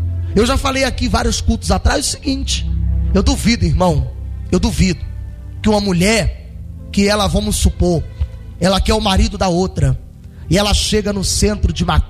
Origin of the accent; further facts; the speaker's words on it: Rio de Janeiro, Brazil; moved away; eu sou um cara que eu fui nascido e criado no Rio de Janeiro